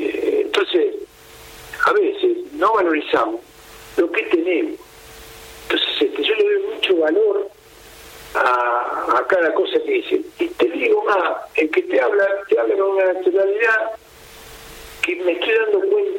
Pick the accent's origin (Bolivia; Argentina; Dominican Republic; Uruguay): Argentina